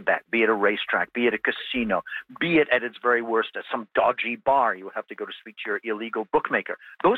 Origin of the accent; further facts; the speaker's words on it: Canada; And it boggles my mind as a Canadian why, when we legalized sports gambling a couple of years ago, why we just didn't take half an hour to just amend our criminal code